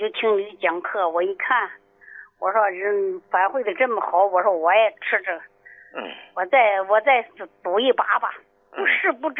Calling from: Tianjin, China; 我是天津滨海新区的。

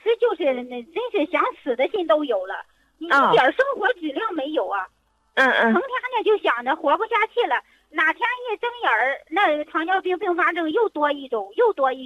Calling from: Anhui, China; 我是安徽的。

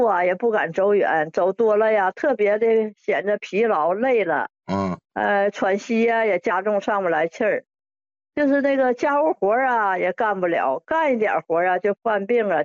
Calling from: Dalian, Liaoning, China; 我是大连的，今年呢72岁了，

